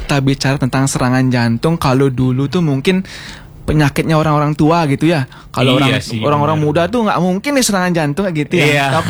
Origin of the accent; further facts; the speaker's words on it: Singaraja, Bali, Indonesia; Ya, aku asli Singaraja.